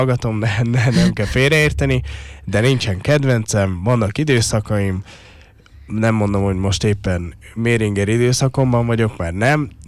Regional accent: Paks, Tolna, Hungary

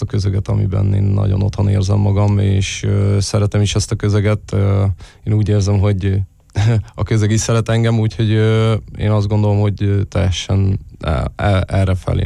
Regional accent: Paks, Tolna, Hungary; paksi srác vagyok

